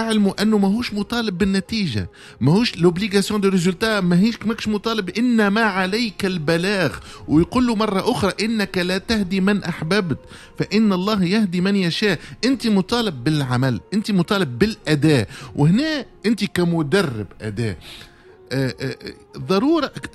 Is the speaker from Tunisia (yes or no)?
yes; Tunisia; هذه تقريبا الشعب التونسي الشباب التونسي عنده هالمنهج هذا،